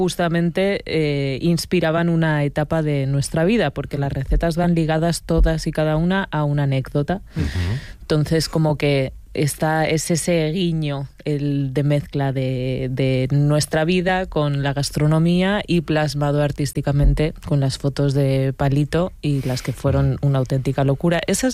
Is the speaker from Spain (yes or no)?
yes; Extremadura, Spain; Es que yo soy muy extremeña.